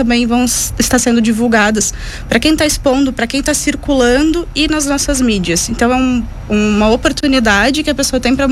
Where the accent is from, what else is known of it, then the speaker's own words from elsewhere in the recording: Farroupilha, Rio Grande do Sul, Brazil; Não, mas eu sou de Farroupilha. E aí eu viajei muito, já circulei muito, morei em muitos lugares